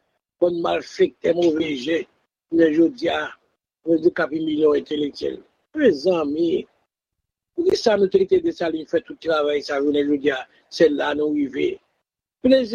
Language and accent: French; Haiti; Je suis un haïtien authentique. Je suis un haïtien qui a un changement pour le pays d'Haïti.